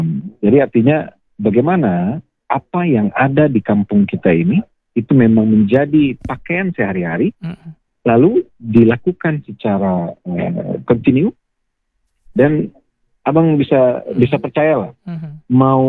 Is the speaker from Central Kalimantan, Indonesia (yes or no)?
no; West Sumatra, Indonesia; adat besandi sarak, sarak besandi kita dulu itu memang kayak pedoman hidup kita orang Minang.